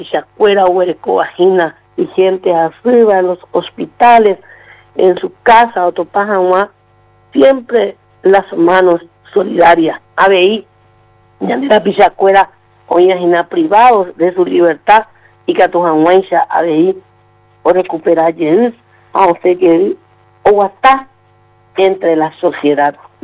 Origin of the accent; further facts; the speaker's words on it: Paraguay; la zona donde yo estoy, la zona donde yo crecí, donde yo nací, donde trabajé, me jubilé, en la zona de Tacurutú, Marengo, Bacajún.